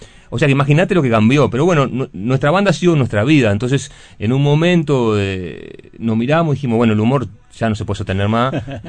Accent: Montevideo, Uruguay; somos todos de Montevideo, pero nos conocemos de La Paloma.

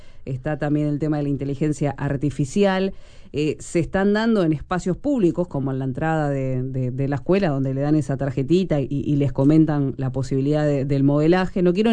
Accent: Montevideo, Uruguay

